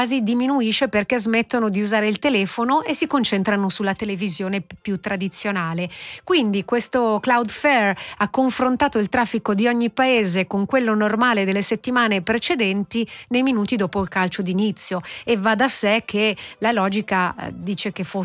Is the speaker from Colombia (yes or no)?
no; Switzerland; che è la moneta da cui noi come Svizzera siamo circondati